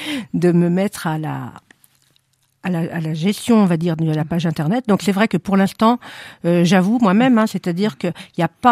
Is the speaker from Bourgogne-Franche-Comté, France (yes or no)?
yes; Bourgogne-Franche-Comté, France; now in Saint-Étienne, France; Je viens d'un petit village près de Chalon-sur-Saône. Voilà. J'étais très attachée à ma Bourgogne. Je le suis toujours d'ailleurs. Mais c'est vrai que quand je suis arrivée à Saint-Étienne